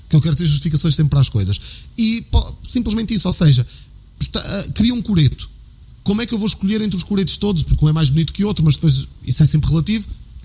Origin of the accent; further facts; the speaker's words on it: Abrantes, Santarém, Portugal; now in Lisbon, Portugal; origens e tenho sempre uma ligação, apesar de viver em Lisboa, tenho uma ligação sempre muito forte à minha terra. E eu queria gravar cá o videoclipe porque me fazia sentido. Festa da aldeia e tudo, não ia para outra aldeia qualquer, tinha que ser em Abrantes.